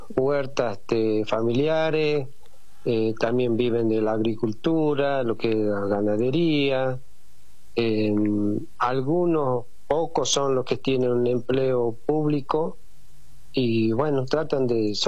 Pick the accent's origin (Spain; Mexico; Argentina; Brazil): Argentina; Quilmes, Tucumán; also born or lived in Colalao del Valle; por ahora estoy en Quilmes Bajo, pero digamos, yo me crié en la parte de Quilmes Centro, que está a pocos kilómetros de acá de Quilmes Bajo, hacia el cerro, hacia el oeste. Ahí, bueno, estuvieron la casa de mi padre